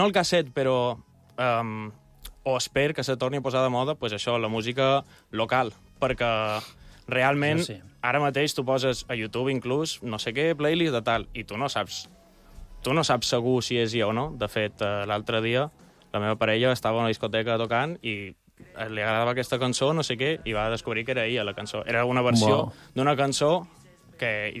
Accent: Elvas, Portalegre District, Portugal; Sí, no soc portuguès, però he crescut a Portugal. Un bon temps de la meva vida, per això... La meva música... La meva mare és anglesa i he crescut a Portugal, a la frontera amb Badajoz.

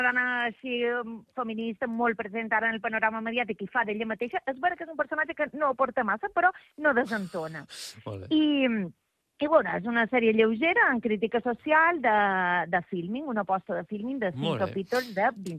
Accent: Porto Cristo, Balearic Islands, Spain; Estic a Porto Cristo, que són les festes del Carme, en el meu poble.

